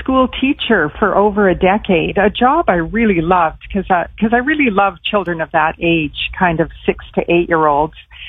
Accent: Moose Jaw, Saskatchewan, Canada; born there; Yes, I was born in Moose Jaw, Saskatchewan, and so were my parents, and so we have a lot of roots in Saskatchewan

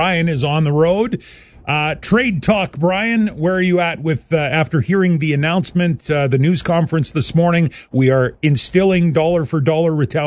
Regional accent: Canada; I'm Canadian. I'm all in. You got me. I'm Canadian.

